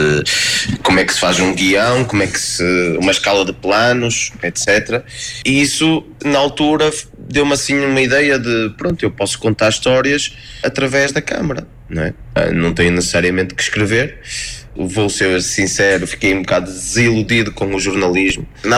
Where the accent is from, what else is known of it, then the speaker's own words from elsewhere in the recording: Barcelos, Norte, Portugal; por ser mais perto do sítio onde eu cresci, onde eu nasci, que é, eu sou natural da Uxa, que é uma freguesia do Conselho de Barcelos.